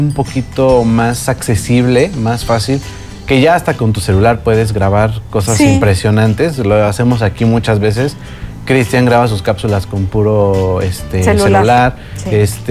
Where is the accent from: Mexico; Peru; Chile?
Mexico; El orgullo que tenemos como mexicanos